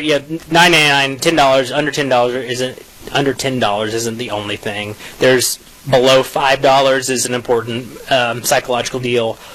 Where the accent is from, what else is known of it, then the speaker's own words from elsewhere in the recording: Arkansas, United States; now in Texas, United States; I grew up in Arkansas.